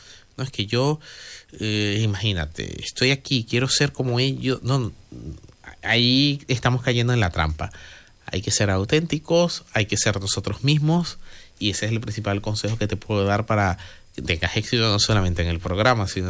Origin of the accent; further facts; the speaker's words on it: Maracay, Aragua, Venezuela; Yo donde soy, de Maracay, que es una región del centro del país